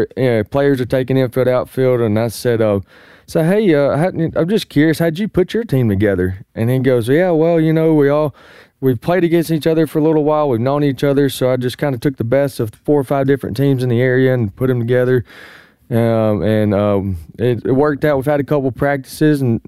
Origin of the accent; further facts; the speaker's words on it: Tupelo, Mississippi, United States; I said, we're from Tupelo, Mississippi.